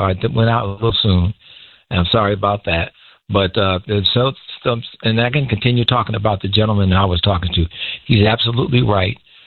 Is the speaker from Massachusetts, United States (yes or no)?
no; Inglewood, California, United States; I grew up as a kid growing up in Inglewood, and neither of my parents had a degree past high school.